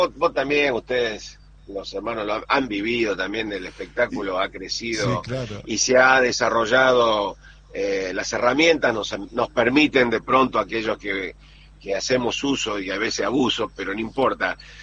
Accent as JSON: {"language": "Spanish", "town": "Sunchales", "region": "Santa Fe", "country": "Argentina", "tie": "born there", "moved": "yes", "said": "Estoy acá en Santa Fe, camino a Sunchales, a mi pueblo."}